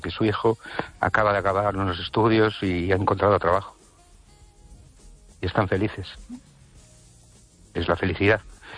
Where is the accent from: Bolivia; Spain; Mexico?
Spain; Ourense, Galicia; Buenas noches, Esther y Orense … de Orense.